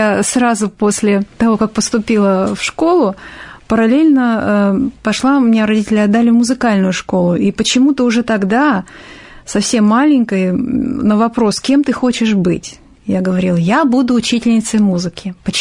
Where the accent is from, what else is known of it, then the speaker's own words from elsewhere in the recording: Izmail, Odesa Oblast, Ukraine; У нас был храм в Измаиле